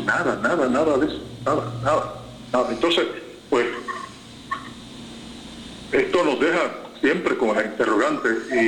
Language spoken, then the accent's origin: Spanish; Juana Díaz, Puerto Rico; Yo soy del pueblo de Juanadías, de la zona rural de Juanadías.